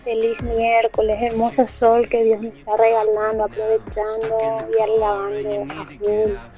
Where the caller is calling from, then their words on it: Capiatá, Central, Paraguay; de Capiatá.